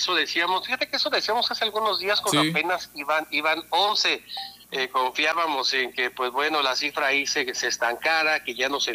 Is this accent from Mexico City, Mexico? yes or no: no; Morelia, Michoacán, Mexico; todos los que somos de Morelia la conocemos